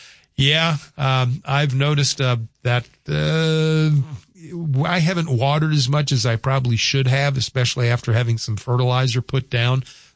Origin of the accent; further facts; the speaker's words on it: the South, United States; We do a lot of family dinners in Sunday growing up in the South.